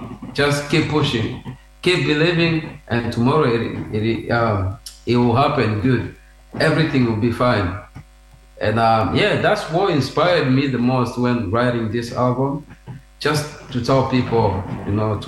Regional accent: DR Congo; first language Swahili; English is a second language; now in Brisbane, Australia; I grew up in Congo

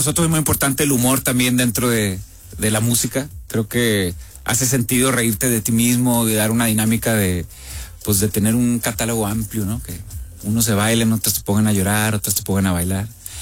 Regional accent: Monterrey, Nuevo León, Mexico; born or raised there

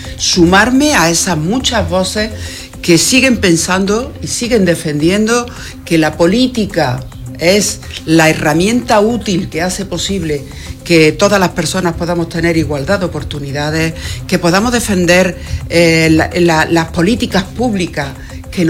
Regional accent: Andújar, Andalusia, Spain; el alcalde de Andújar, pero jamás le voy a faltar el respeto, jamás. Y es más, delante de mí tampoco voy a permitir que nadie se lo falte, porque está representando a mi pueblo.

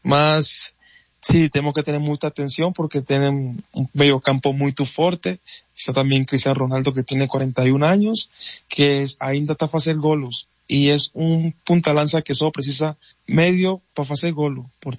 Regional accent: Colombia; Portuguese is a second language; now in Portugal; Eu, sendo colombiano, tive uma decepção.

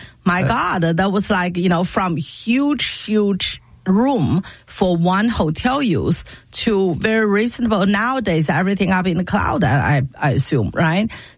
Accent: Tianjin, China; I grew up in China, okay? U.S. may be different. I remember in 1984, 85, right? That time, there was quite a few five-star hotels built in Tianjin where I grew up, right?

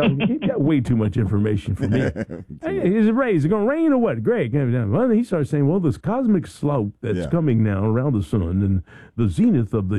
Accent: Philadelphia, Pennsylvania, United States; Hey, you know, I'm from Philadelphia. Had to modify myself and get down here and talk like the country folks did.

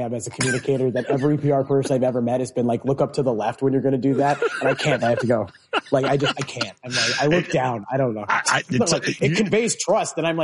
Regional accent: Chicago, Illinois, United States

